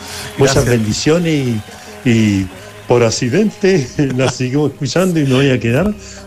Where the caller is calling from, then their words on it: Angol, Araucanía, Chile; Yo soy de acá de Angol, de la zona de Angol